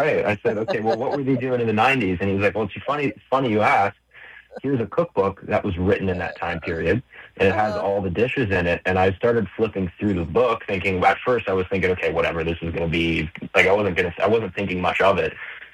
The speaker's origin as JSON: {"language": "English", "country": "Canada", "said": "No, man, I'm from"}